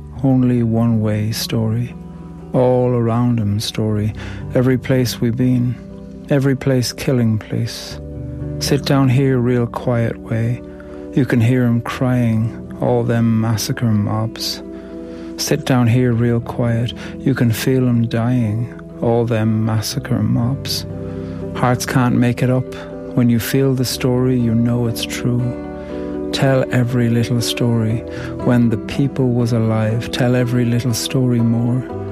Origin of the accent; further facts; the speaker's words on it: Ireland; I'm from Ireland, and I'm a poet.